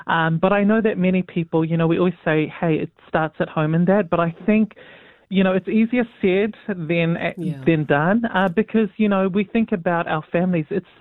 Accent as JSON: {"language": "English", "town": "North Shore", "region": "Auckland", "country": "New Zealand", "tie": "born there"}